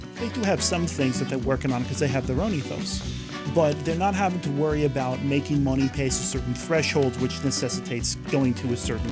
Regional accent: New Jersey, United States; I was raised in North Jersey.

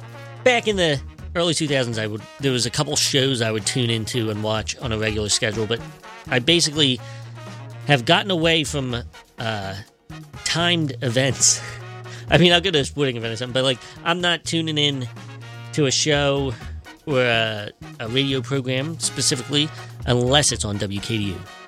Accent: Gloucester City, New Jersey, United States; a local band out of my hometown of Gloucester City, New Jersey.

